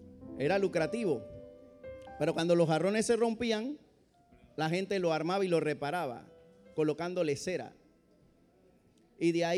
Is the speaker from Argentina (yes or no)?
no; Panama; hay riqueza en mi país.